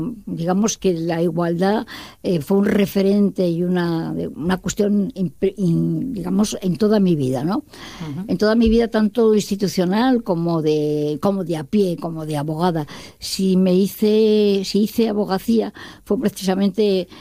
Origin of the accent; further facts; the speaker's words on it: Asturias, Spain; also born or lived in San Sebastián; yo nací casualmente en San Sebastián, al mes estaba en Asturias